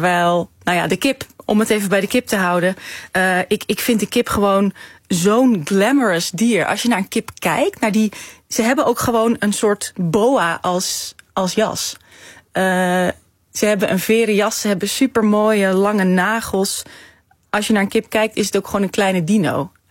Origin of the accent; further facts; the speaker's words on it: Grosthuizen, North Holland, Netherlands; heb de afgelopen jaren heel veel onderzoek gedaan en heel veel tijd doorgebracht met de kippen in mijn geboortedorp Grosthuizen.